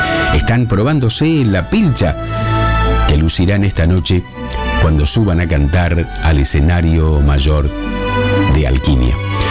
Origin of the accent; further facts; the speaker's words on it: Arequito, Santa Fe, Argentina; nos ven en Villa Eloísa, Los Molinos, Arequito, mi pueblo, Los Nogales, San José de la Esquina y Arteaga.